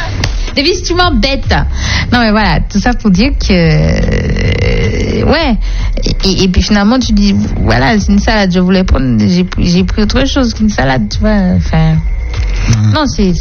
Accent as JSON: {"language": "French", "country": "Martinique", "said": "Oui, je suis une vraie Martiniquaise dans l'âme, le corps et l'esprit."}